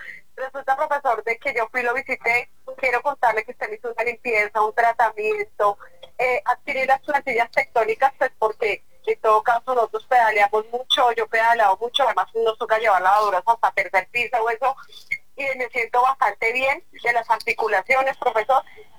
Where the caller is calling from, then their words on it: Bogotá, Colombia; De aquí de Bogotá, barrio Guacamaya.